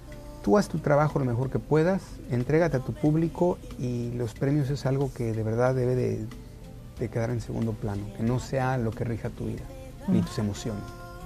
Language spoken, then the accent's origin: Spanish; Mexico; Por cómo somos los mexicanos, por cómo es el país